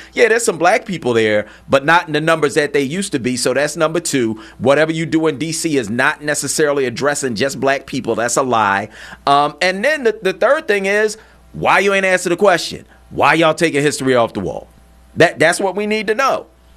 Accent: Philadelphia, Pennsylvania, United States; I'm from Philly.

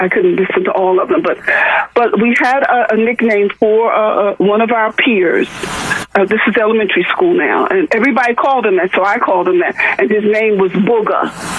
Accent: Philadelphia, Pennsylvania, United States; also born or lived in Manhattan, New York; I'm from North Philly. Originally, near what's that, 17th and Susquehanna.

